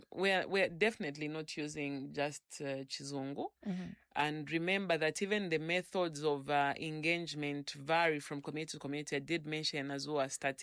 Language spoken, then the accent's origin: English; Lusaka, Lusaka Province, Zambia; I come from Kanyama. I have lived among my people